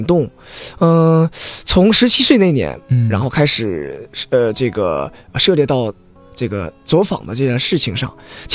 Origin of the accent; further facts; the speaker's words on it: Liuhe, Jilin, China; 我回到我的家乡，也就是现在的吉林省柳河县。